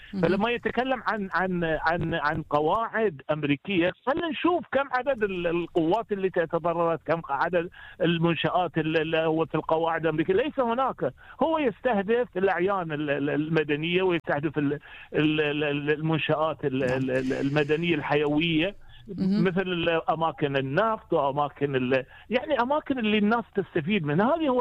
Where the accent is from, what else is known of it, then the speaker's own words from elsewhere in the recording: Bahrain; أنا مقيم في البحرين، أنا مواطن بحريني أصلي ومقيم في البحرين